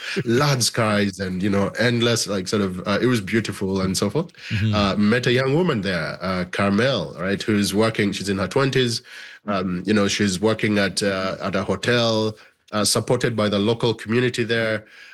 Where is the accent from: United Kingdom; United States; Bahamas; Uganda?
Uganda; now in Canada; I was born and raised in Uganda. I'm a Ugandan Canadian now.